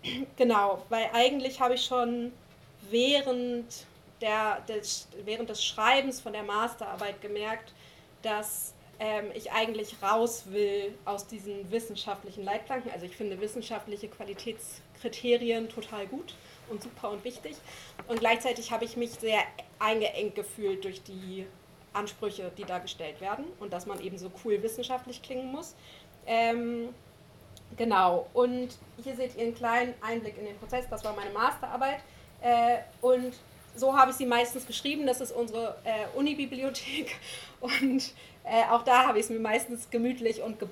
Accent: Lower Saxony, Germany; ich wurde im Wendland geboren

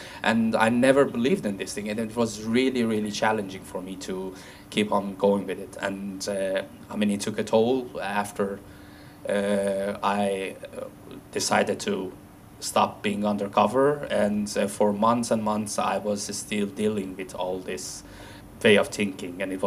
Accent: Iran; moved away; back in my country, I'm from Iran

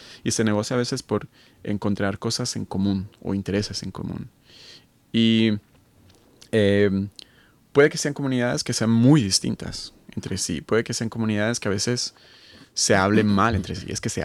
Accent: Colombia; now in Tübingen, Germany; Eso, por ejemplo, en Tübingen me gustan los eventos musicales y siempre encuentras, yo pues, soy colombiano, pero siempre encuentras, bueno, a la comunidad chilena, o la comunidad ecuatoriana o la mexicana.

